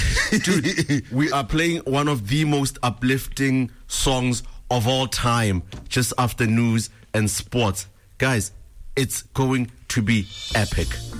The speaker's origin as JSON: {"language": "English", "town": "Shoshong", "region": "Central District", "country": "Botswana", "said": "I would like to say I'm from Shoshu. It's hilly, you say."}